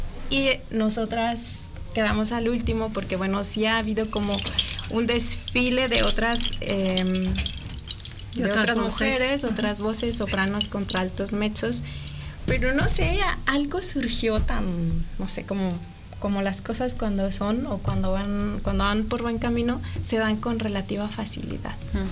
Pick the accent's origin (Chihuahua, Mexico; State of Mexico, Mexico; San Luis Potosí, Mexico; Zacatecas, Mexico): Zacatecas, Mexico; Nochistlán; now in Aguascalientes, Mexico; soy de Nochislán, Zacatecas. Pero ya tengo viviendo en Aguascalientes 31 años, así que ya esta es mi casa.